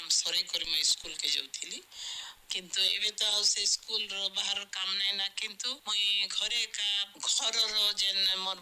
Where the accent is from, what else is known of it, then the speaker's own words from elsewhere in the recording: Bhawanipatna, Odisha, India; ଆଉ ମୁଁ ଭବାନୀପାଟଣାର ଅଗସାରପଡ଼ାରେ ମୋର ଘର ସେଠି ଅଛେ।